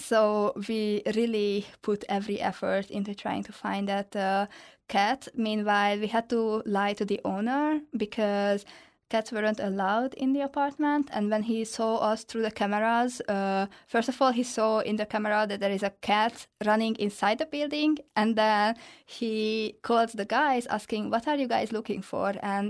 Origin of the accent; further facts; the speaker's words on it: Hungary; I think as a Hungarian, it's not that hard to pronounce Russian.